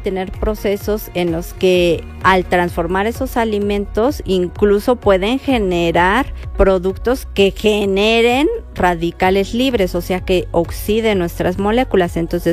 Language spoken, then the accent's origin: Spanish; Mexico; en nuestra dieta como mexicanos